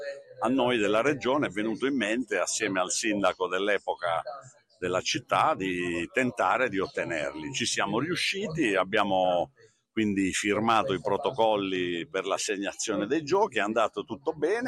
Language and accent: Italian; Apulia, Italy; per la mia terra che è la Puglia.